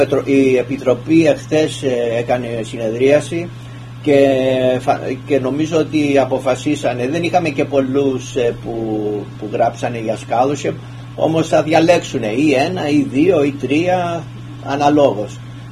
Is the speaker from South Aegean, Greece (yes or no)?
no; Chios, North Aegean, Greece; moved away